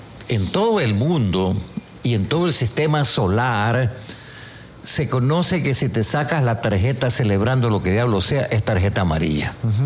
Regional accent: Selva Alegre, Ecuador; born there; Yo nací en Selva Alegre, que es más arriba de San Carlos.

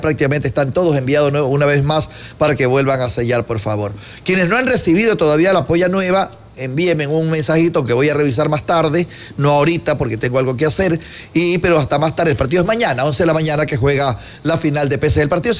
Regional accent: Barranquilla, Atlántico, Colombia; Barranquilla, pero mi tierra, bella, el calor insoportable.

